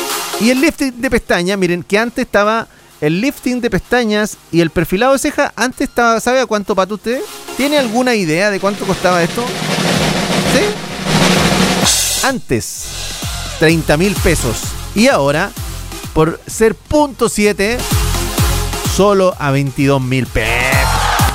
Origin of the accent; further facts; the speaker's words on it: Puerto Montt, Los Lagos, Chile; Vemos si somos de Puerto Montt. Nacido y criado con una yolga acá en el cuello.